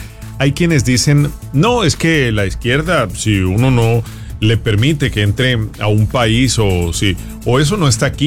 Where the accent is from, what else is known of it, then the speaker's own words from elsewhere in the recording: Colombia; mi país, Colombia.